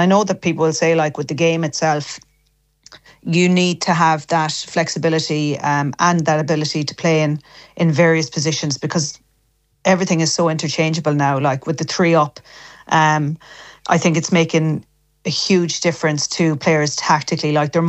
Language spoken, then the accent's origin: English; Ballina, County Mayo, Ireland; I'm registered to Kilmore Moy as well because I'm from Ballina, obviously.